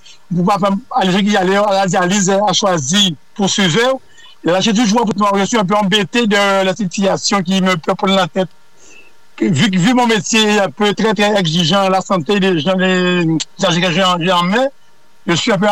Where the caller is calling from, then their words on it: Guadeloupe